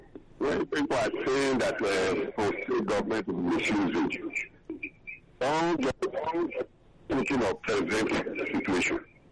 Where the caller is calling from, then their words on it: Lagos, Nigeria; Okay, from Abulegba.